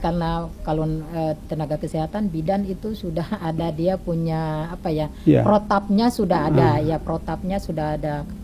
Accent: Maluku, Indonesia; Itu menurut kita orang Maluku ya.

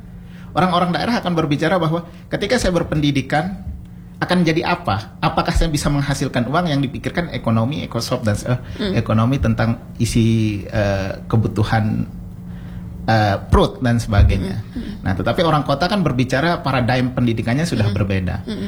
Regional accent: Lombok, West Nusa Tenggara, Indonesia; di Lombok, daerah saya tepatnya itu

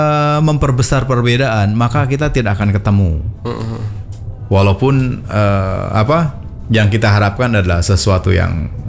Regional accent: Cirebon, West Java, Indonesia

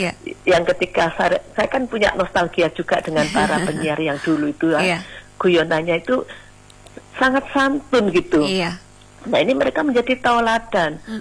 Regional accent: Malang, East Java, Indonesia; Nah itu kan akhirnya saya dari Malang akan belajar standar lokal dari Pasuruan, dari Jember, dari Mojokerto, dari Madura yang masuk dalam jaringan itu.

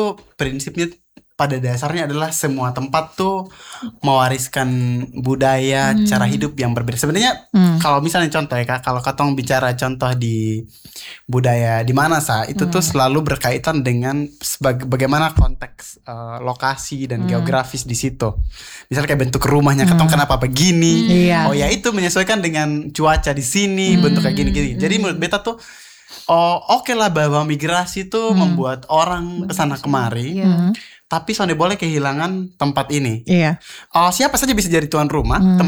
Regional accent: Kupang, East Nusa Tenggara, Indonesia; beta merasa sebagai orang Kupang ya

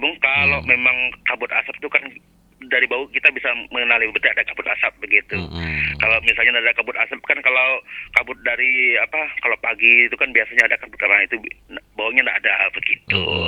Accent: Sambas, West Kalimantan, Indonesia; Nah, kalau saya asli dari Subasangbas ya. Cuman beda mama beda suku aja, mama Jawa, bapak Dayak gitu ya.

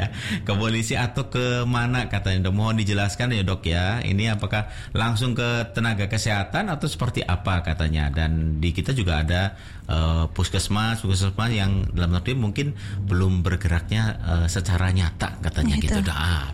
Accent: Indramayu, West Java, Indonesia; apalagi di daerah, mohon maaf, di daerah saya di Indramayu dok, banyak sekali, apalagi di pinggir-pinggir pantai katanya dok.

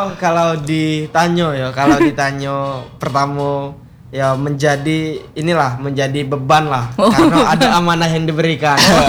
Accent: Bengkulu, Indonesia; saya sendiri berasal dari Kabupaten Seluma, Kecamatan Talo, asli Putra Talo ya. Asli Putra Talo, dan sekarang berumur 17 tahun.

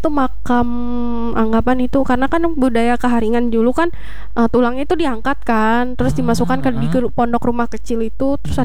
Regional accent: Central Kalimantan, Indonesia; orang memang kayak aku contohnya orang Dayak

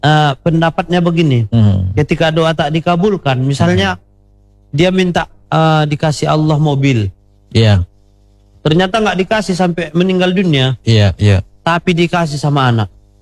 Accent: Sibolga, North Sumatra, Indonesia; born there; Nah kemudian karena memang kita terlahirnya di Sibolga, kita

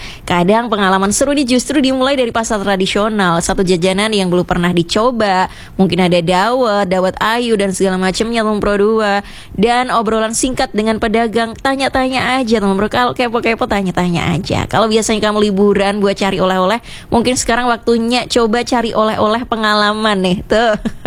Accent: Surakarta, Central Java, Indonesia; Nah, kalau aku biasanya, karena aku dari Solo nih, Mumpro 2, aku biasanya ke pasar gede nih.

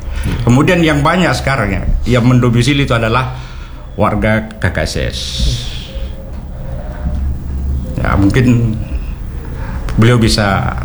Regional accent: South Sulawesi, Indonesia; now in Ternate, Indonesia

